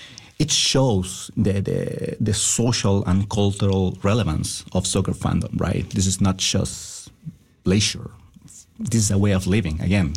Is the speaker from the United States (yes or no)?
no; Chile; fans of Universidad de Chile, University of Chile, which is the team I support in Chile, in my home country.